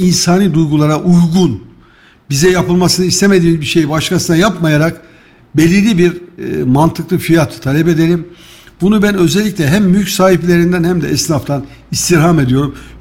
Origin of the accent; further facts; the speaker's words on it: Kayseri, Turkey; Sonra dedim ki ya ben Kayseri'liyim yani, damarımız tuttu bu işte.